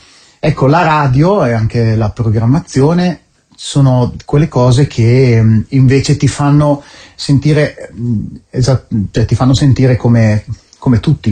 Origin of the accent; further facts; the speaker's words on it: Porto Garibaldi, Emilia-Romagna, Italy; sono nato a Porto Garibaldi, in provincia di Ferrara